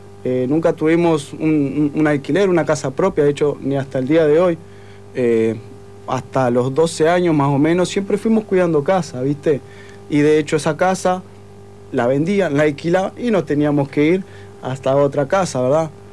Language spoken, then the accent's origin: Spanish; Montevideo, Uruguay; yo soy de Montevideo, del Cerro de Montevideo, allí viví toda mi vida.